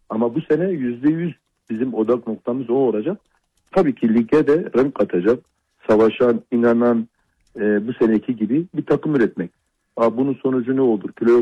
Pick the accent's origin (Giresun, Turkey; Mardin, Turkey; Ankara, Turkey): Mardin, Turkey; Mardin'le daha doğrusu dört büyük takımın içinde Trabzon taraftarı en çok olan şehirlerden biriyiz.